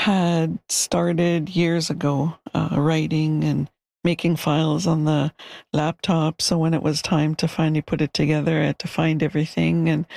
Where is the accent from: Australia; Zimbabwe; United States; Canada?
Canada; Dog Creek, British Columbia; I grew up with Granny in Khatstam, it's called, in my Shawetmuk or Shuswap language, called Deep Valley. It was a mountain, a ravine, and otherwise known as Dog Creek.